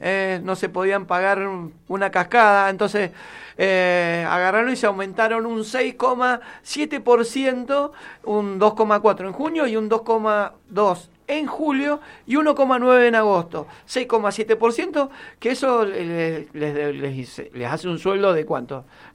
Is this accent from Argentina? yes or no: yes; Argentina